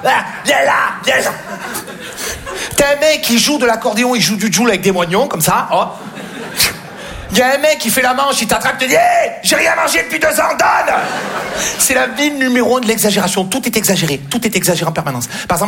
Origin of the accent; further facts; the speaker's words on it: Marseille, Provence-Alpes-Côte d'Azur, France; j'ai grandi à Marseille.